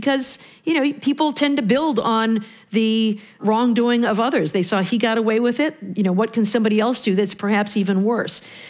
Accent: Michigan, United States; You know, I come from Michigan, where we revere our only ever president of the United States, Gerald Ford.

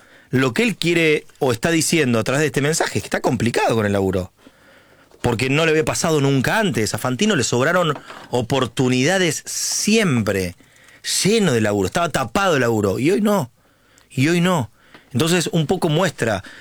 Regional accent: Argentina; Creo que lo que tenemos que lograr como argentinos

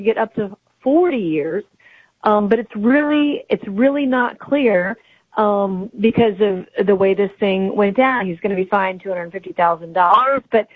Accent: South Carolina, United States; my home state of South Carolina

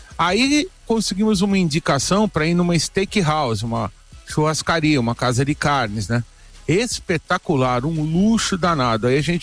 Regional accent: Santos, São Paulo, Brazil; now in São Paulo, Brazil; eu sou de Santos, né?

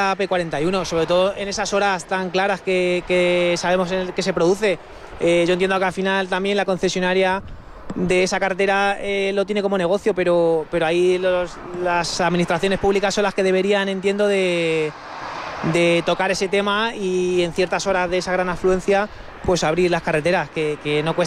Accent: Toledo, Castilla-La Mancha, Spain; Yo soy de Toledo, capital.

